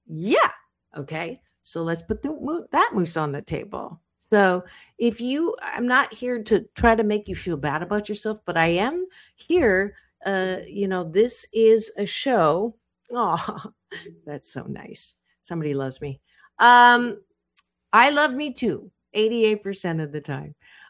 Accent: Canada; born there; because I was born in Canada

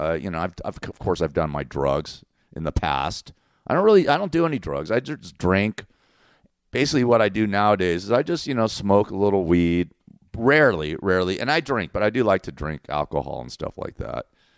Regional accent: Los Angeles, California, United States; I'm from Los Angeles. I'm an Angeleno. I want to get back home and try to help save my city, for Christ's sake.

